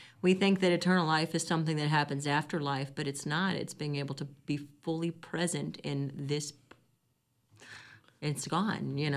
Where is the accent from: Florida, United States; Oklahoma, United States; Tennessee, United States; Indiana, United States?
Indiana, United States; So I'm from Southern Indiana, and then I lived right across the bridge from Louisville, Kentucky.